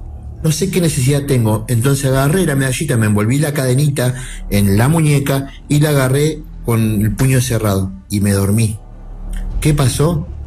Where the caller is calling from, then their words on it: Santa Fe, Argentina; De Santa Fe Capital.